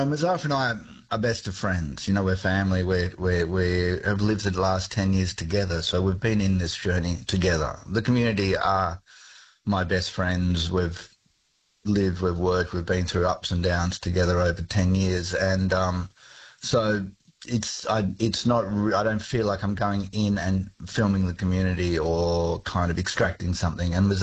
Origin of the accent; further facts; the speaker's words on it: Australia; myself as an Australian